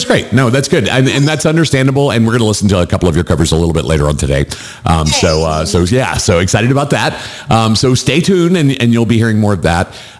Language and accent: English; South Carolina, United States; growing up in South Carolina … was big, really big, and so we got into them and stuff like